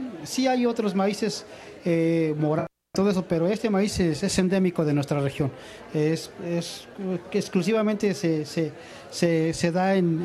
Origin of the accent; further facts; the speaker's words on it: Ixtenco, Tlaxcala, Mexico; vengo del municipio de Ixtenco, Tlaxcala, donde aún preservamos y conservamos nuestros maíces nativos.